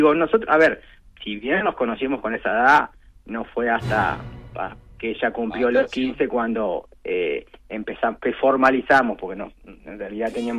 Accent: interior, Argentina; Soy del interior, sí.

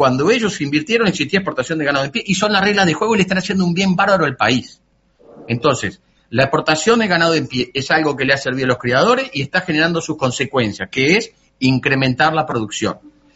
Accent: Uruguay

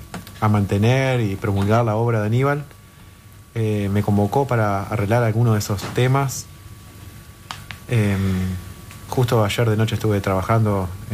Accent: Paysandú, Uruguay; Yo soy de Paysandú.

